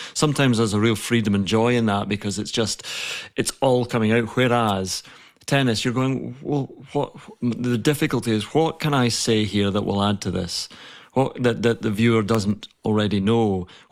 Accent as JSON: {"language": "English", "region": "Scotland", "country": "United Kingdom", "said": "I'm from the West Coast"}